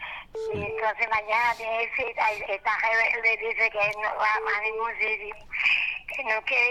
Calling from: Aguadilla, Puerto Rico; De Guadilla

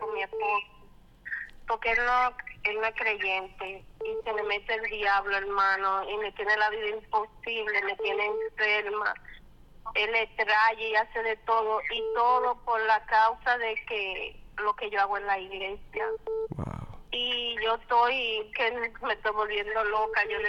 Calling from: Atlanta, Georgia, United States; Yo soy la mamá de Manuel, de aquí de Atlanta.

